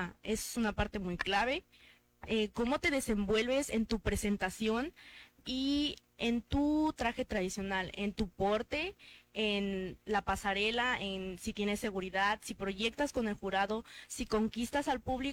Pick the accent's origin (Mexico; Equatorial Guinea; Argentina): Mexico; Huazalingo, Hidalgo; como somos originarias de Guasalingo